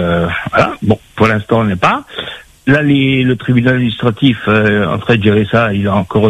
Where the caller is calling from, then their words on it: Saint-Pierre, Réunion; depuis que j'habite à La Réunion